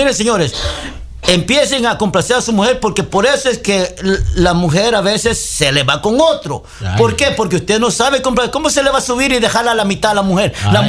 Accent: Mexico; Yo, I'm a Mexican, mexicano.

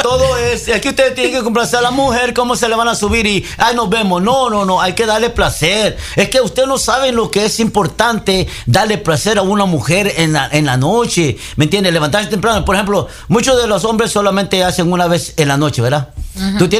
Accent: Mexico; Yo, I'm a Mexican, mexicano.

